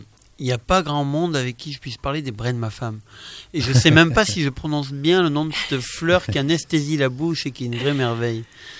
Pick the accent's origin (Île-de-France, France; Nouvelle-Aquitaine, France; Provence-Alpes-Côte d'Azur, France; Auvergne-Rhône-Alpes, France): Nouvelle-Aquitaine, France; Hossegor; now in Saint-Sever, France; Moi, j'ai grandi à Hossegor, je vis maintenant à Saint-Sever en Chalosse, mais j'ai grandi à Hossegor. Et j'ai 42 ans